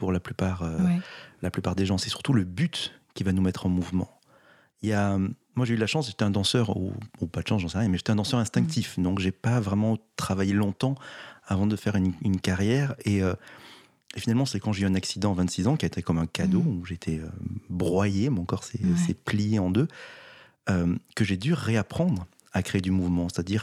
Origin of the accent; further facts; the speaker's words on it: Montpellier, Occitanie, France; je viens de Montpellier